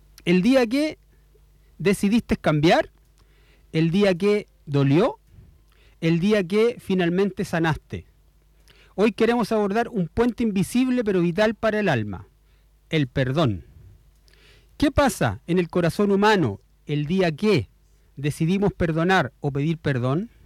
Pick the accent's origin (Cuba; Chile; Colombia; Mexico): Chile; los chilenos lo solidarios que somos